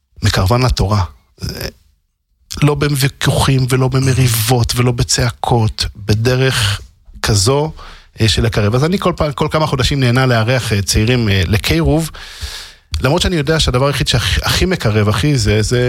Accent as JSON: {"language": "Hebrew", "town": "Jerusalem", "region": "Jerusalem District", "country": "Israel", "tie": "born or raised there", "said": "אני גדלתי בירושלים"}